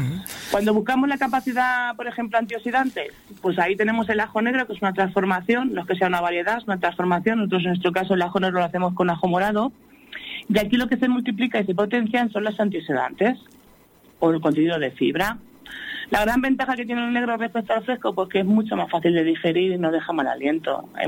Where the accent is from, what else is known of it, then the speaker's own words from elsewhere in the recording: Castilla-La Mancha, Spain; somos Castilla-La Mancha